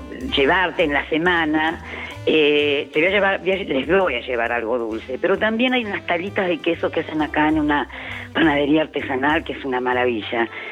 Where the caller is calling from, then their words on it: Lomas de Zamora, Buenos Aires Province, Argentina; yo vivo en Lomas, 2 cuadras de la estación.